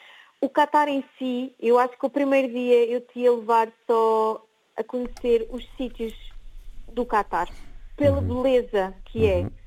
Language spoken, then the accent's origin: Portuguese; Portugal; Eu sou portuguesa, nós somos portugueses, nós gostamos de comer bem